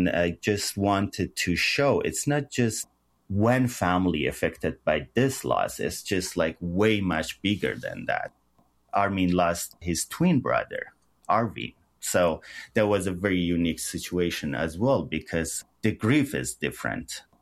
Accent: Sanandaj, Kurdistan, Iran; moved away; My brother called me from San Andej, my hometown, Sna

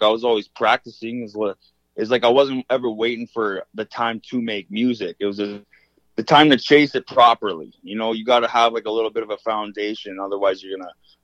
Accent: Vancouver, British Columbia, Canada; also born or lived in Chilliwack; Like, I come from there. I was born in Vancouver

